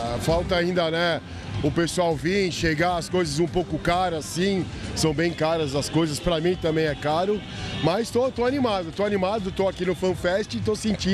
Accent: Brazil; Sou brasileiro e não desisto nunca.

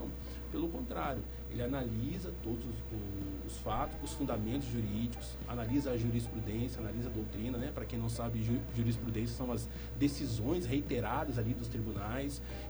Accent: Brazil; como, né, brasileiros

